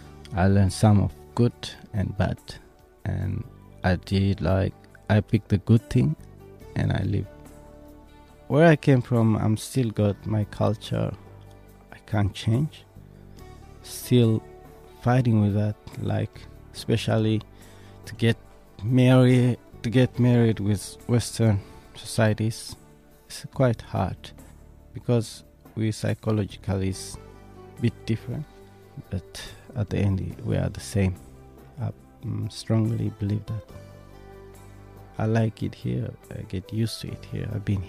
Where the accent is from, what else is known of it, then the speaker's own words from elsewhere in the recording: Eritrea; English is a second language; moved away as an adult; now in Australia; I came from Africa, Eritrea. I came to Australia 1995. I like Australia, but quite different with the culture and food, language and weather.